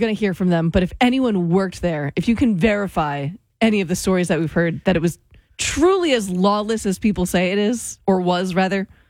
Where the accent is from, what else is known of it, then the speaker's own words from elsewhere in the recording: New Jersey, United States; you're from North Jersey, blank you. I'm from South Jersey.